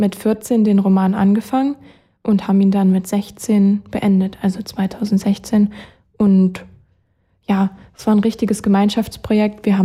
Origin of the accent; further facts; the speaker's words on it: East Germany, Germany; moved away; dadurch, dass ich mich selber immer so bezeichne, dass ich aus dem Osten bin